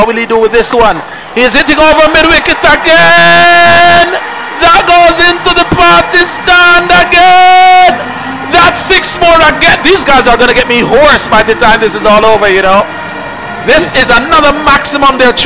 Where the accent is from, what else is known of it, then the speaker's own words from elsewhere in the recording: Jamaica; as a Jamaican